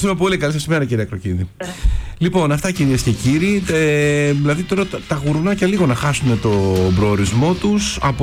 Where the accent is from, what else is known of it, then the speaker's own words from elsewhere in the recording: Peloponnese, Greece; αυτή η συζήτηση στο χωριό μου που είναι στην ορεινή Γορτινία.